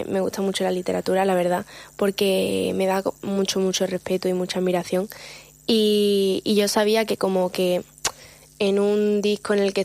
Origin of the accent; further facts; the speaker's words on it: Málaga, Andalusia, Spain; yo soy malagueña, ¿no? Pero ya además, pues siempre he vivido pues muy cerquita del mar.